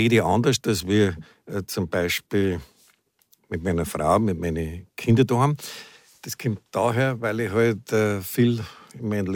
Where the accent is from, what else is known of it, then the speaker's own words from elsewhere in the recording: Berlin, Germany; Die ganzen ausländischen Filme, was da synchronisiert werden bei uns, das sind als Berliner, dass man nicht falsch versteht.